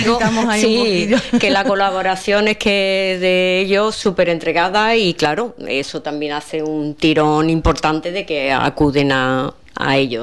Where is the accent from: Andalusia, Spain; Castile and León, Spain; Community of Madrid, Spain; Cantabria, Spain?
Andalusia, Spain; San José de la Rinconada; yo soy de aquí, de San José